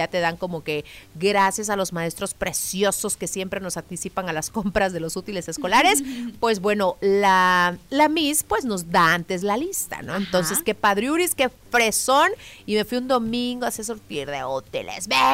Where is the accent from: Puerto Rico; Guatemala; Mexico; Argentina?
Mexico; Hay otros que como buen mexicano dejamos todo al último.